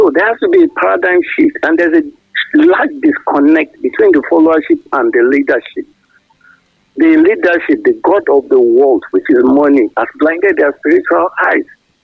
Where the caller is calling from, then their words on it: Ibadan, Oyo, Nigeria; I'm calling from Ring Road, Ibadan.